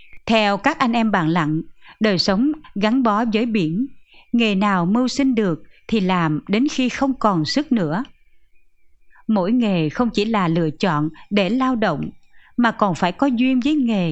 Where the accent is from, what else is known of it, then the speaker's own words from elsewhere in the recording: Hon Son island, Kien Giang, Vietnam; Du lịch Hòn Sơn phát triển nhanh chóng, lượt du khách đến hòn đảo quê tôi ngày càng tăng.